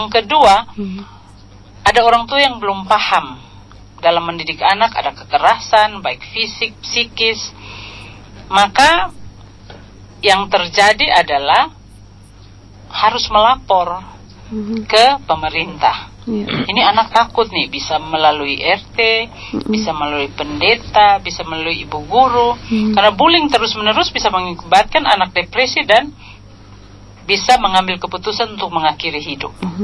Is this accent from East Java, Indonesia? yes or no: no; Kupang, East Nusa Tenggara, Indonesia; Ya, kalau bahasa kita orang Kupang, dendam dibalas dengan kekerasan yang lain.